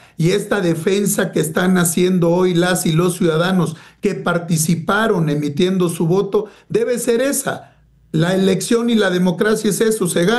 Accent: Mexico; Y te voy a poner el ejemplo que mejor conozco, porque soy mexicano. Esto sucedió en México.

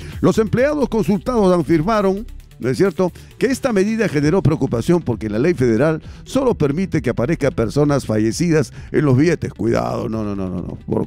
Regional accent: Peru

